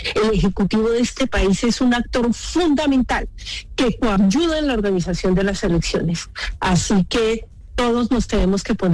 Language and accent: Spanish; Colombia